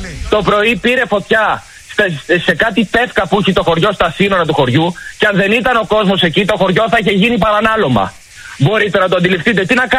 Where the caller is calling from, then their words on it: Xironomi, Central Greece, Greece; ξαναγυρνάω στο χωριό μου.